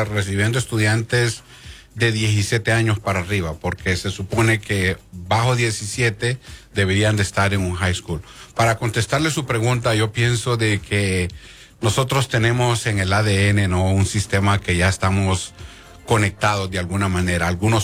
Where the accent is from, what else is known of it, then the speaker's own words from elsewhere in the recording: Honduras; moved away as an adult; now in Albuquerque, United States; Yo soy de Honduras, vine aquí, no hablaba inglés